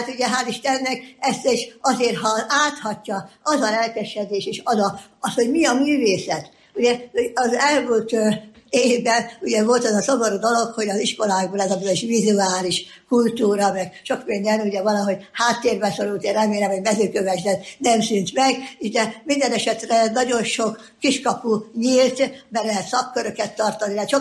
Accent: Esztergom, Komárom-Esztergom, Hungary; moved away; én Esztergomból születtem, és ott ültem föl, és hát az egyetemet is nem könnyen, de azt is el tudtam végezni

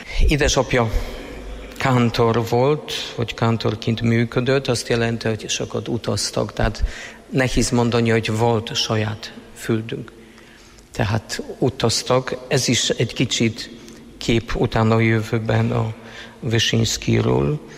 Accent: Poland; now in Hungary; lengyel vagyok, bevallom, vagy már most félig magyar

